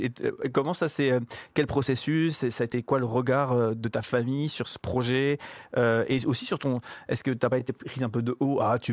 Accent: France; en tant que Français, t'es fragile

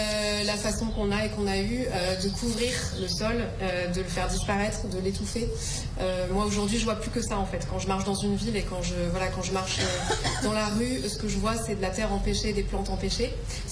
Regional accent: Chevreuse Valley, Île-de-France, France; moved away as an adult; also born or lived in Paris; now in Creuse, France; moi je suis née à Paris, mais j'ai vécu toute mon enfance en Essonne, dans la vallée de Chevreuse, qui est un endroit qui est très herbé, très naturel, et il y a beaucoup de forêts

